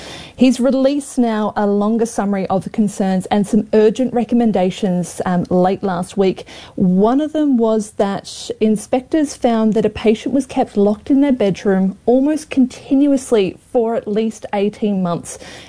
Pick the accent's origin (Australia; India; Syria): Australia; now in Dunedin, New Zealand; We have, but remember, I am Australian, so my styles have been very linked to that past, I'm afraid.